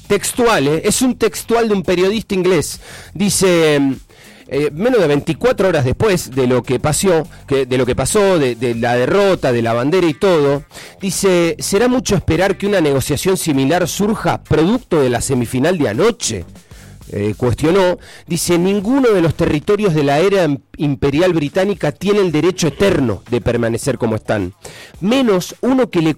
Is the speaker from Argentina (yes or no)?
yes; Argentina; Porque somos argentinos reivindicándolo.